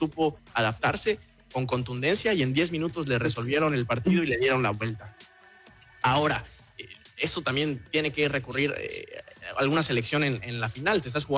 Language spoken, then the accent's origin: Spanish; Mexico; a nosotros como mexicanos